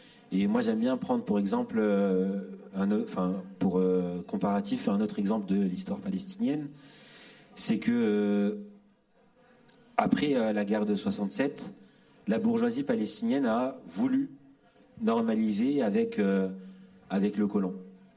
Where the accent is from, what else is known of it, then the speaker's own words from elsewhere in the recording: Bordeaux, Nouvelle-Aquitaine, France; Moi, je viens de Bordeaux